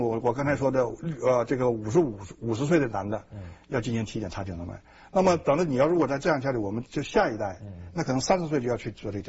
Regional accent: China; 我们中国人本来就是原来的饮食习惯就是吃这个素食的。

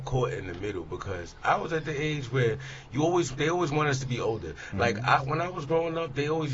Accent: Roosevelt, New York, United States; born or raised there

